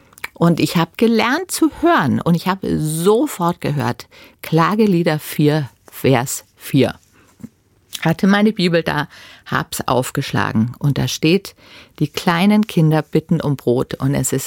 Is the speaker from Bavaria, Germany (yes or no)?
yes; Bavaria, Germany; born or raised there